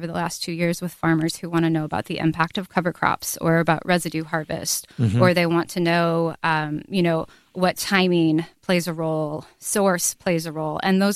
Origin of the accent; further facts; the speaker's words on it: Davenport, Iowa, United States; I grew up in Davenport. I hadn't been on a farm until I was 21 years old.